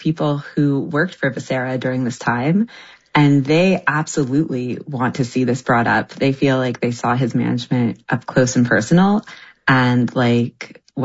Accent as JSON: {"language": "English", "region": "California", "country": "United States", "said": "we met covering California politics, and I'm from California. My family is all out there, and they've been texting me for weeks."}